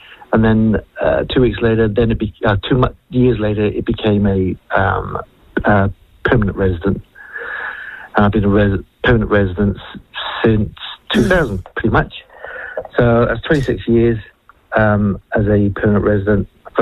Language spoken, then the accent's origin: English; United Kingdom; now in New Zealand; being a British citizen